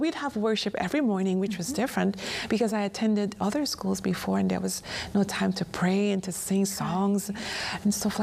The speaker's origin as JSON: {"language": "English", "country": "Trinidad & Tobago", "tie": "born there", "said": "Well, I was born in Trinidad and Tobago, Trinidad to be exact, because, you know, it's a twin island state."}